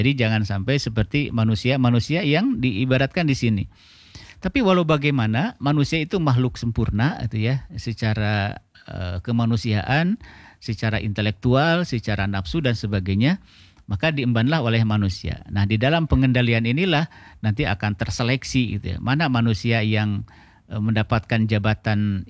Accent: Tasikmalaya, West Java, Indonesia; Salam ya buat keluarga di Karangnunggal, karena saya berasal dari Karangnunggal Tasik.

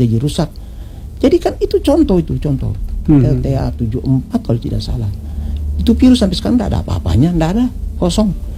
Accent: Maluku, Indonesia; Jadi kita orang Maluku bangga, itu konsep dari Maluku untuk Indonesia seperti itu.

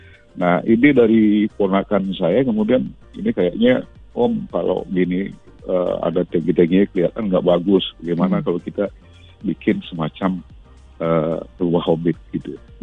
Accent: Banjar, Buleleng, Bali, Indonesia; desa kami, tepatnya di Desa Pedawa, Kecamatan Banjar, Kabupaten Buleleng

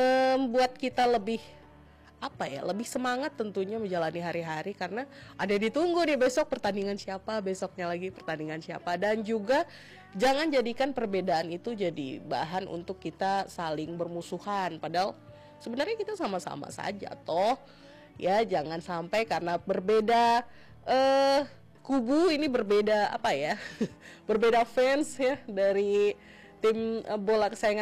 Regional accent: Indonesia; now in eastern Indonesia; Mungkin agak berbeda dari daerah asal saya ya. Saya di sekitar Indonesia Barat sana.

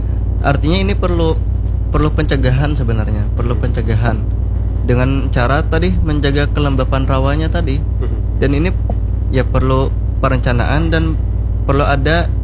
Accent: South Kalimantan, Indonesia; kita orang Banjar lah.

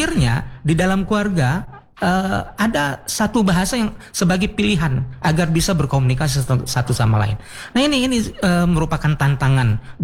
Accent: Medan, North Sumatra, Indonesia; saya berpindah tempat beberapa kali dari Medan, saya asli orang Minang. Yang besar dan hidup di Medan

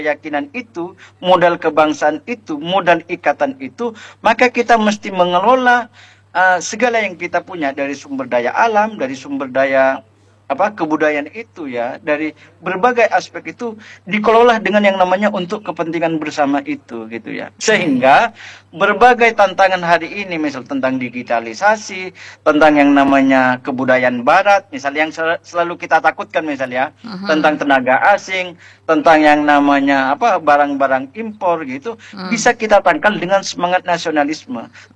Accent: Madura, East Java, Indonesia; kita secara sebagai orang Madura

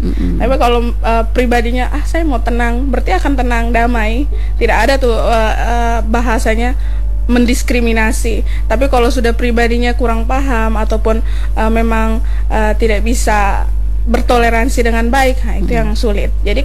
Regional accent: East Nusa Tenggara, Indonesia; untuk kita warga NTT

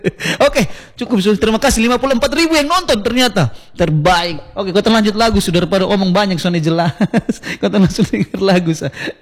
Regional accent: Kupang, East Nusa Tenggara, Indonesia; also born or lived in Sabu (ethnic origin); now in Rote, Indonesia; Beta orang Sabu tapi lagi merantau di Rote. Tapi lahir besar di Kupang. Lahir besar di Kupang, orang Sabu tapi merantau di Rote.

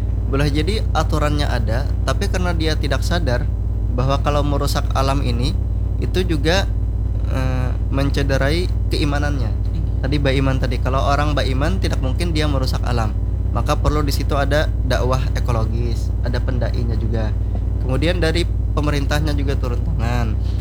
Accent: South Kalimantan, Indonesia; Termasuk dikaitkan dengan nilai tadi Mbak Iman, Bu Untung, Batuah, kita orang Banjar lah.

